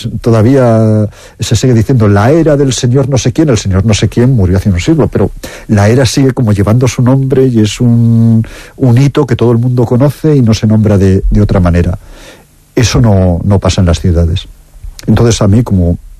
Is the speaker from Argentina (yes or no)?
no; Castile, Spain; la España interior, la España vacía, la Castilla nuestra